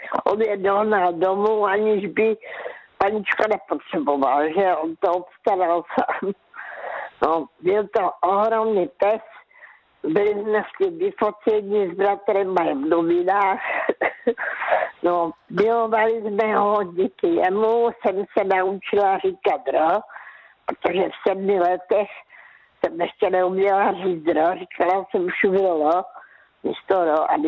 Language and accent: Czech; Karolinka, Zlín Region, Czechia; born there; Takže já jsem se narodila v Karolince, to byla vesnice, dneska je to městí.